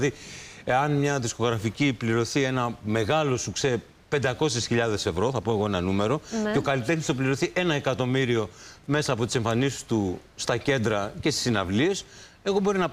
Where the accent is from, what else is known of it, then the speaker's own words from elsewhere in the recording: Tripoli, Peloponnese, Greece; Αν και είμαι και εγώ από την Τρίπολη, όπως ο … είναι από την Ασέα